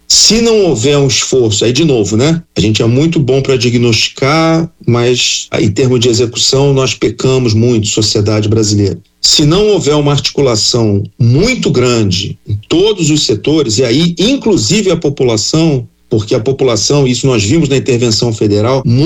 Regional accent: Brazil; Nós somos brasileiros

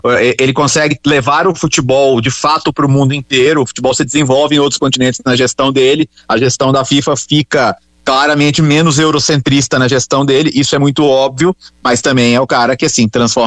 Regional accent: Belo Horizonte, Minas Gerais, Brazil; eu sou de BH, sou atleticano

